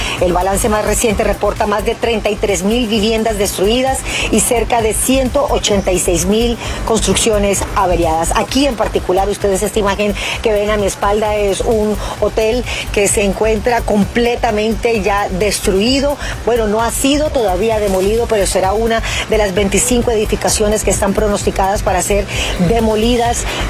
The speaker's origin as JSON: {"language": "Spanish", "country": "Colombia", "said": "si somos colombianos"}